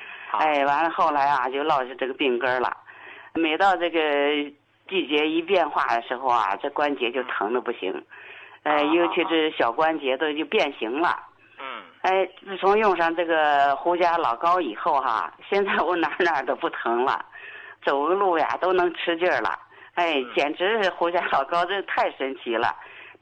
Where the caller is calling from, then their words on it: Harbin, Heilongjiang, China; 我是哈尔滨的患者。